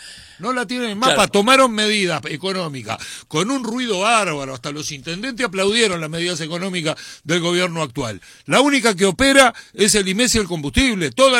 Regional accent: Uruguay; El Uruguay, siendo lo chiquito que somos, al norte del Río Negro es otro país, y lo sabemos todos los que vivimos al norte del Río Negro.

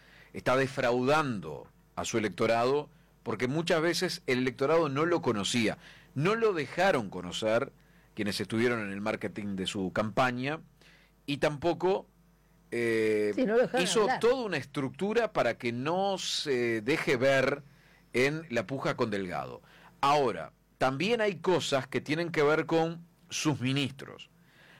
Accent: Uruguay

